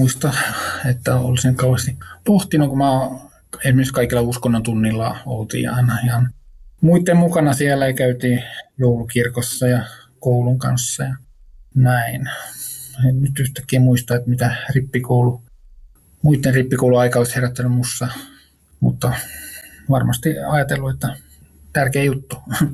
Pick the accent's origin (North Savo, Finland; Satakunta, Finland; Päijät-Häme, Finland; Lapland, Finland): Satakunta, Finland; Pori; born there; moved away; olen syntynyt Porissa, mistä on ollut pois yli 30 vuotta, mutta nyt sitten palannut juurilleni ja täällä on Porissa paljon sukua ja, tai Satakunnassa enemmänkin